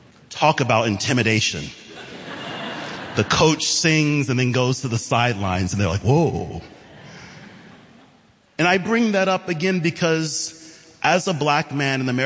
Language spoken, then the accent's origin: English; Georgia, United States; Well, I grew up in Georgia and our baseball team, the Atlanta Braves. And I bring that up because growing up in Georgia, my first profession was as a middle school educator.